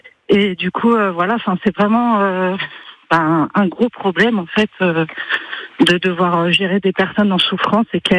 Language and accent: French; Auvergne-Rhône-Alpes, France; Enfin, moi, je viens d'Auvergne, voilà.